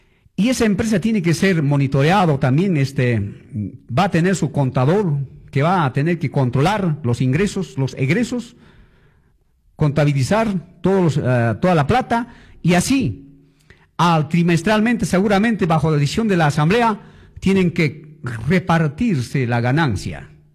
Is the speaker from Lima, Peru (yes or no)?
no; Chumbivilcas, Cusco, Peru; mi pueblo, mi Chumivilcas